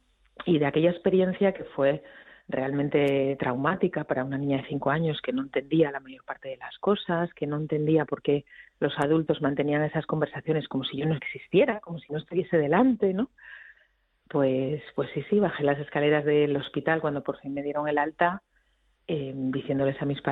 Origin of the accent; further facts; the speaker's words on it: Asturias, Spain; porque yo soy asturiana